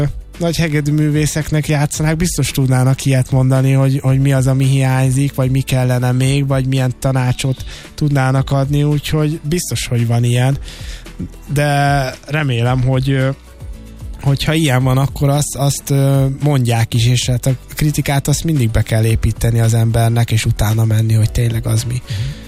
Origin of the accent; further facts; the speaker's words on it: Hungary; now in Budapest, Hungary; Tényleg én mondhatom azt, hogy Pestre egy úgymond vidékiként érkeztem, és azért azt tudni kell, hogy ez egy ilyen íratlan szabály, hogy azért vidéken nem olyan magas a zenei képzés, mint Budapesten